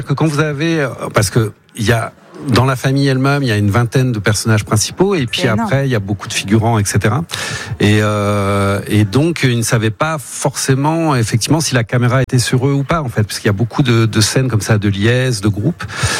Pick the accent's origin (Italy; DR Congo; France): France; Brittany; Moi, je viens de Bretagne.